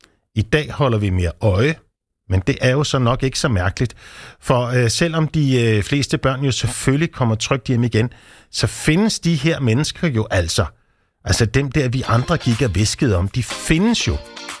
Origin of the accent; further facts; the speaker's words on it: Sandby, Zealand, Denmark; Da jeg var barn i Sandby på Vestlolland